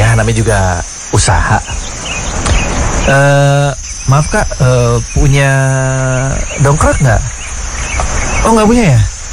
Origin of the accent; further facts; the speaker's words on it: Kalimantan, Indonesia; aku asli Kalimantan.